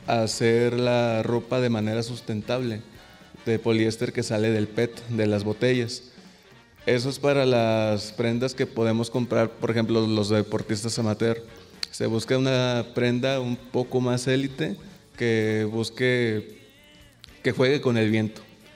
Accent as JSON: {"language": "Spanish", "town": "Poza Rica", "region": "Veracruz", "country": "Mexico", "said": "Yo vengo de Poza Rica, allá de hecho soy licenciado en Derecho. Acabé la licenciatura allá."}